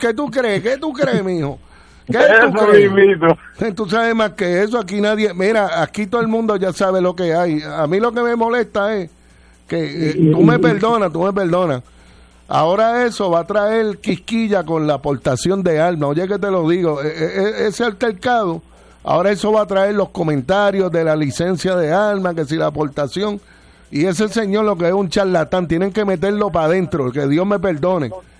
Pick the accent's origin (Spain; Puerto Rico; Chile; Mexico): Puerto Rico; Añasco; de mi pueblo de Añasco.